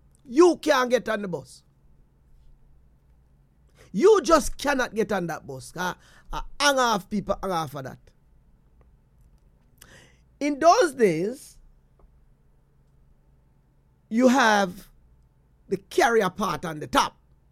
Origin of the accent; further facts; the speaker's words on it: Portland Cottage, Clarendon, Jamaica; Oh, we come from Portland Cottage. And we in the bus before them.